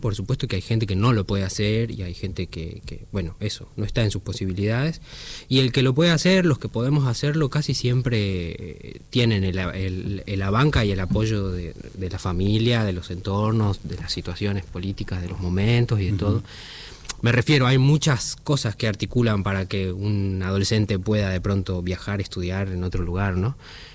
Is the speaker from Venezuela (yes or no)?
no; San Salvador de Jujuy, Jujuy, Argentina; also born or lived in Córdoba / Buenos Aires; Así es, San Salvador, Jujuy.